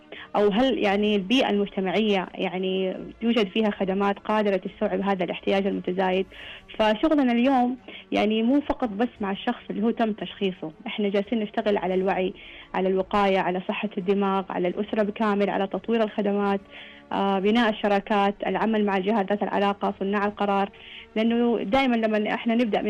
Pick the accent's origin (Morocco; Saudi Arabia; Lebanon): Saudi Arabia; عندنا بالسعودية